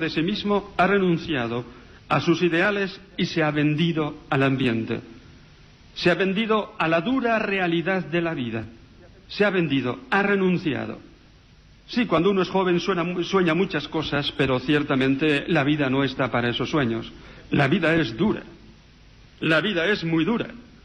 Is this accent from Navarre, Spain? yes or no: yes; Navarre, Spain; nos íbamos hasta el Pirineo, allí en mi tierra, en Navarra, 150 kilómetros, hasta el último pueblo, Isaba.